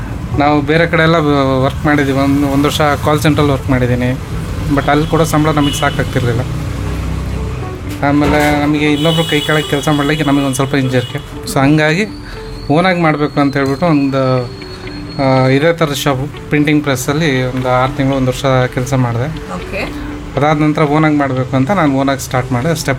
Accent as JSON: {"language": "Kannada", "town": "Shivamogga", "region": "Karnataka", "country": "India", "tie": "born or raised there", "also_born_or_lived": "Bhadravati", "said": "Madam ನಾವು ಹುಟ್ಟಿದ್ದೆಲ್ಲ ಶಿವಮೊಗ್ಗನೇ, ಶಿವಮೊಗ್ಗದಲ್ಲೇ ಹುಟ್ಟಿದ್ದು. ನಾನು ಸ್ಕೂಲ್ ಓದಿದ್ದು ಬಂದ್ಬಿಟ್ಟು ಅಲ್ಲಿ ಮಲಗೋಪ್ಪ ಗ್ರಾಮದಲ್ಲಿ ತುಂಗಾ ವಿದ್ಯಾಮಂದಿರ ಅಂತ ಗೌರ್ಮೆಂಟ್ ಸ್ಕೂಲು. ಅದಾದಮೇಲೆ ಹೈಸ್ಕೂಲ್ ಬಂದುಬಿಟ್ಟು ಡಿ ವಿ ಎಸ್ ಶಾಲೆಯಲ್ಲಿ ಓದಿದ್ದು. ಕಾಲೇಜ್ ಬಂದುಬಿಟ್ಟು ಸಹ್ಯಾದ್ರಿ ಕಾಲೇಜು."}